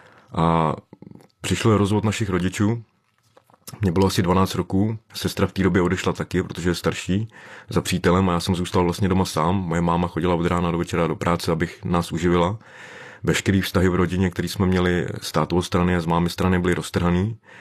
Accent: Karlovy Vary, Karlovy Vary Region, Czechia; pocházím z Karlových Varů

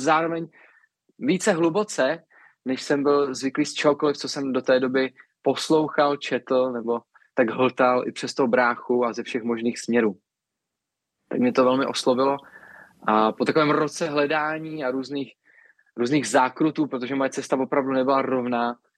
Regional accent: Strakonice, South Bohemian Region, Czechia; now in Písek, Czechia; Já pocházím ze Strakonic, z nevěřící rodiny. A Strakonice, to je takové ocelové srdce jižních Čech, dělnické město, rudá bašta

